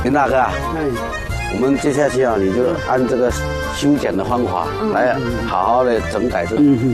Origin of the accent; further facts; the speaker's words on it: Yongchun, Fujian, China; 我们永春